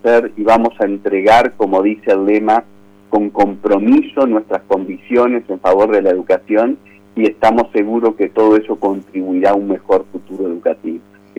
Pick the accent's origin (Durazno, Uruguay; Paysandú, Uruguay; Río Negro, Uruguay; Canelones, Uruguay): Paysandú, Uruguay; born there; moved away as an adult; now in Salto, Uruguay; En realidad yo nací en Paysandú, estudié en el ICD de Paysandú